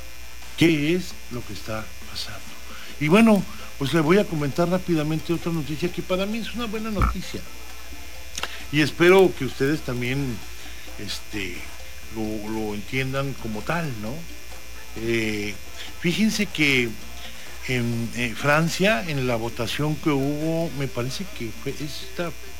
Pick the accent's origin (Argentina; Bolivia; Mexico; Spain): Mexico; debemos nosotros impulsar como mexicanos que también se integre en nuestro país.